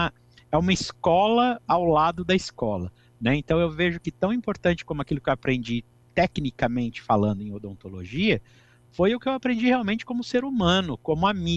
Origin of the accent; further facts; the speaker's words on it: Bauru, São Paulo, Brazil; now in Araraquara, Brazil; Eu sou nascido e criado em Bauru e me mudei para Araraquara para cursar a faculdade.